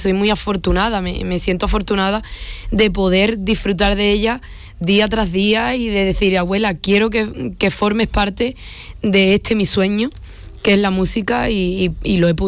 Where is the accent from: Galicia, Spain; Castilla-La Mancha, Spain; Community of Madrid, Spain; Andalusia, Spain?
Andalusia, Spain; Isla Cristina; y allí también tengo que cerrar por mi tierra, ¿no? Por Isla Cristina, la parte de la Antilla